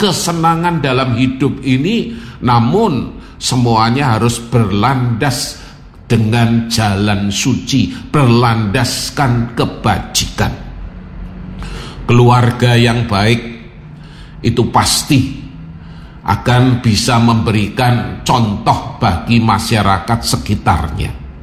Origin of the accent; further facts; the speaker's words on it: Surakarta, Central Java, Indonesia; saya dari Solo diminta ke sana.